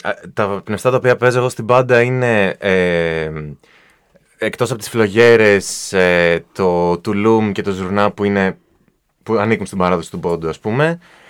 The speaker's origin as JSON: {"language": "Greek", "town": "Athens", "region": "Attica", "country": "Greece", "tie": "born or raised there", "said": "Εγώ, εντάξει, τώρα μεγάλωσα στην Αθήνα, γεννήθηκα και μεγάλωσα, εκεί μένω, εκεί, από εκεί είμαι. Με μισή ποντιακή καταγωγή από τη μητέρα μου. Ο πατέρας μου είναι από τη Χίο"}